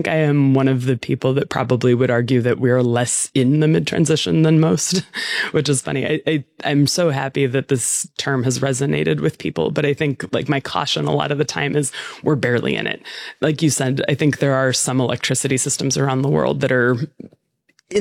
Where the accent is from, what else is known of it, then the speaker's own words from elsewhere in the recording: United States; as an American